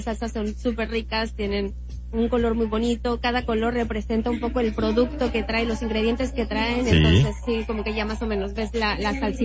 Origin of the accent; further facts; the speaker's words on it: Mexico; now in Barcelona, Spain; Sí, que cada vez somos más mexicanos por aquí, en sí, todos lados, ¿no?